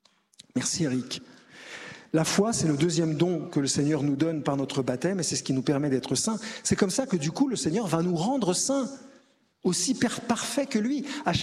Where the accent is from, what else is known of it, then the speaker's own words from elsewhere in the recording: Paris, Île-de-France, France; je suis parisien